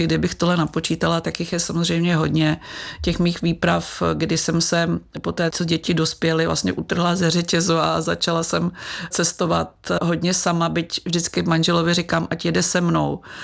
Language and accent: Czech; Hostinné, Hradec Králové Region, Czechia; also born or lived in Prague; jak jsem se dostala z Hostinného a ze studia v Praze k cestování ve světě.